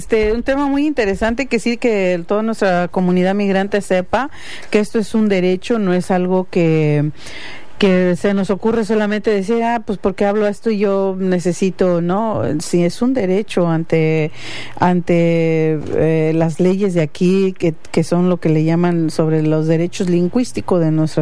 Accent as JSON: {"language": "Spanish", "region": "Oaxaca", "country": "Mexico", "moved": "yes", "lives_now": "Arvin, United States", "said": "nosotros que somos de Oaxaca, pues hablamos una variedad de idiomas originarias, y pues los que hablamos puro español, que no hablamos también el inglés o viceversa"}